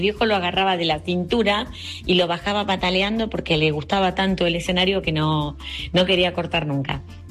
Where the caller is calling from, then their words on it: Banfield, Buenos Aires Province, Argentina; de Banfield.